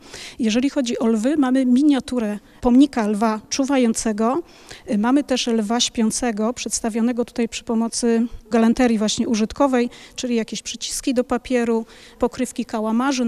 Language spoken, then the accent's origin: Polish; Gliwice, Silesian Voivodeship, Poland; U nas w Gliwicach